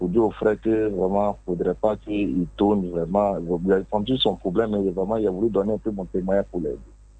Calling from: Port-Bouët, Abidjan, Côte d’Ivoire; De … Port-Boué.

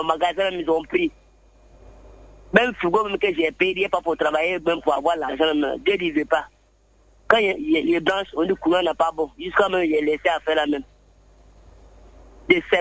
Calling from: Abidjan, Côte d’Ivoire; Je vous appelle de Angré Nouveau-Chu, de l'Obité.

